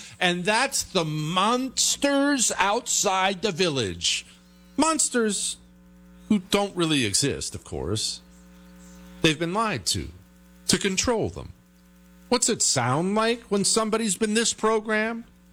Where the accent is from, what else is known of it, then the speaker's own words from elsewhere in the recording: Montana, United States; now in Texas, United States; I grew up in Montana where they have militias up there. I currently live in Texas. I've been all over the South.